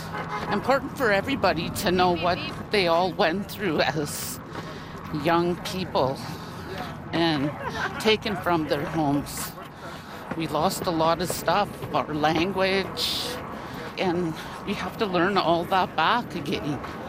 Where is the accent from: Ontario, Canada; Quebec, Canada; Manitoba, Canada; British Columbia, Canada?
Ontario, Canada; Kuchiching First Nation; now in Thunder Bay, Canada; I live here in Thunder Bay, but I'm originally from Kuchiching First Nation and Treaty 3.